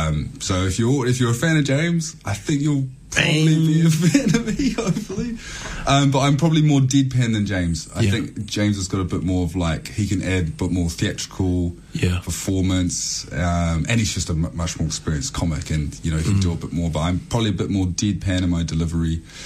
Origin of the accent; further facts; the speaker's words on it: New Zealand; as growing up in New Zealand